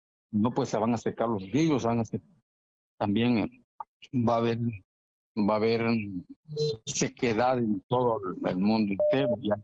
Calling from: Mazatenango, Suchitepéquez, Guatemala; yo aquí le estoy llamando de Cantón Gucales, Mazatenango, Suchitepéquez, okay. Guatemala.

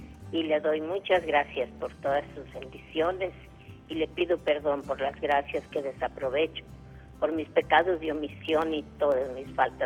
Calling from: Zapopan, Jalisco, Mexico; De aquí, de Zapopan, Jalisco.

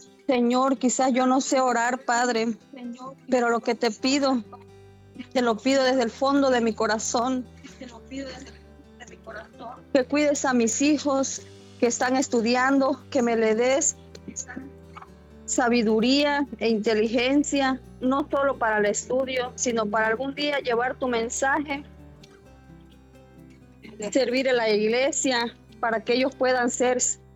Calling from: Chiapas, Mexico; De Chiapas.

